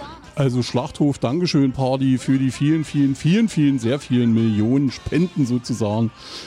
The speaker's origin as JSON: {"language": "German", "town": "Eisenach", "region": "Thuringia", "country": "Germany", "said": "ich komme aus Eisenach."}